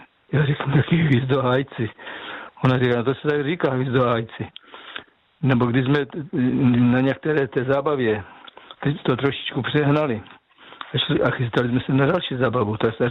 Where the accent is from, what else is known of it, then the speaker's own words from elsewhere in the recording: Moravian Slovakia, Czechia; já pocházím ze Slovácka, tam se říká stařenka, ne babička.